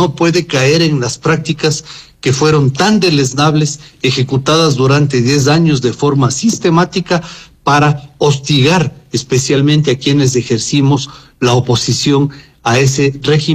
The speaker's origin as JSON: {"language": "Spanish", "country": "Ecuador", "said": "creo que nosotros como ecuatorianos debemos"}